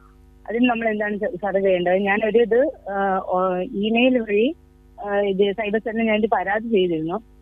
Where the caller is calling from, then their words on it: Thiruvananthapuram, Kerala, India; ഞാൻ തിരുവനന്തപുരം ആര്യനാട് നിന്നാണ്